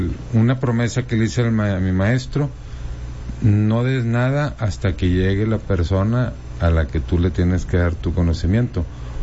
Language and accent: Spanish; northern Mexico, Mexico; moved away; also born or lived in Florence, Italy; Porque somos norteños.